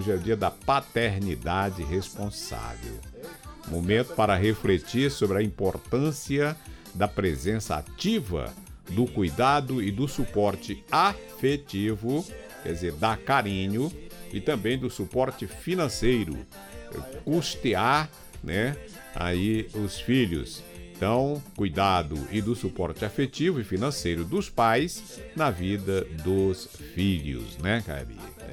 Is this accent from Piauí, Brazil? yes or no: yes; Piauí, Brazil; Sou lá do Piauí, eu sou lindo, né?